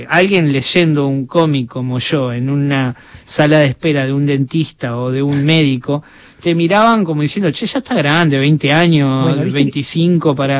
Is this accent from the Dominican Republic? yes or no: no; Argentina; todo ocurría en mi país, en lugares reconocibles de Buenos Aires